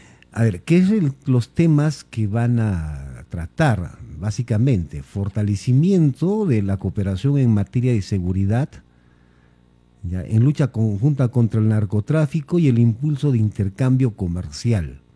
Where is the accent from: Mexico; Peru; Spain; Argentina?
Peru; Usted y yo soy peruano y usted no es peruana.